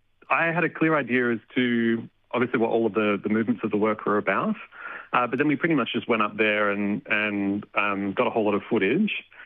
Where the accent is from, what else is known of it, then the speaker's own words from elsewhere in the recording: Aberfoyle Park, South Australia, Australia; also born or lived in Melbourne; So I grew up around Aberfoyle Park, Flagstaff Hill, that area.